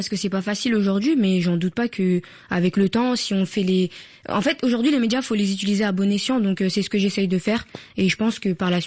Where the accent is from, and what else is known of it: Senegal